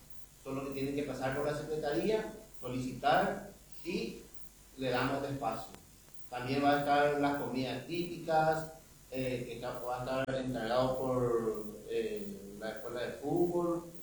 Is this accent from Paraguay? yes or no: yes; Paraguay; va a ser un evento que nos representa como paraguayos.